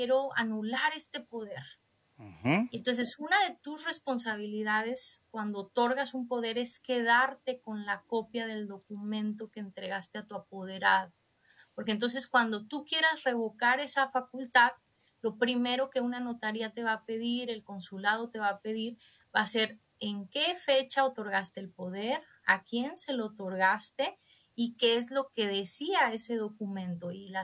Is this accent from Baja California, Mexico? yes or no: yes; Baja California, Mexico; Mis padres son de Michoacán. Ah. Y yo crecí y estudié en Baja California.